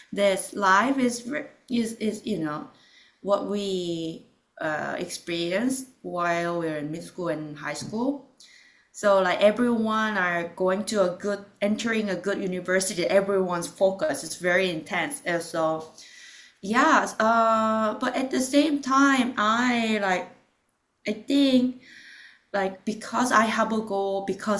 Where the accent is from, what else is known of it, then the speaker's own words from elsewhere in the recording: Seoul, South Korea; moved away as an adult; now in New York, United States; So I born in Seoul in Korea, and what I'm thinking about Korea, I was in Korea until my undergraduate.